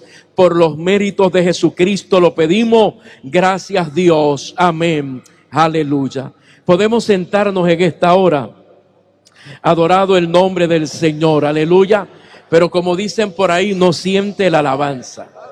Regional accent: Puerto Rico; Todos reciben saludos de mi tierra, Puerto Rico.

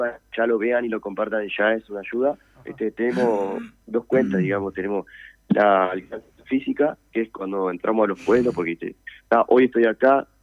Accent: Fray Bentos, Río Negro, Uruguay; now in Montevideo, Uruguay; yo soy fragmentino, si bien estoy viviendo en Montevideo, yo soy de Fragmentos

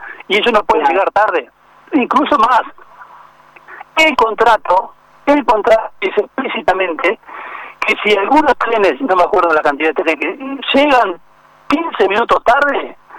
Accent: Paso de los Toros, Tacuarembó, Uruguay; lo que quiero son mejoras para mi pueblo. Estoy intentando hace 6 años conseguir por lo menos una zona franca, espejo para los toros, para que toda esa madera que se va, que la vemos pasar aquí en la ruta, porque se va al puerto y se va a China, por lo menos llegue a Paso los Toros

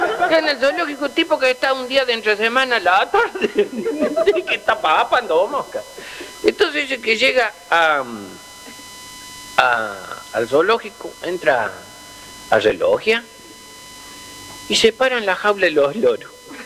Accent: Chaco, Argentina; yo soy chaqueño

